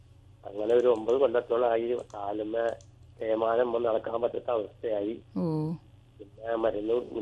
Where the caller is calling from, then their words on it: Aluva, Kerala, India; Aluva മറിയപ്പടി.